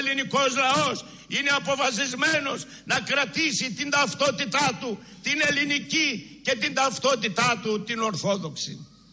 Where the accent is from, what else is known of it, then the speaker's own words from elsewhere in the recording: Greece; να αγαπούμε την πατρίδα μας την Ελλάδα.